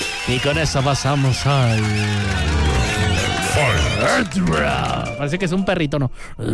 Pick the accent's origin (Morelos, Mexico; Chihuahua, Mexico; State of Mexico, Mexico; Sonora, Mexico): Sonora, Mexico; Hermosillo; Soy de Hermosillo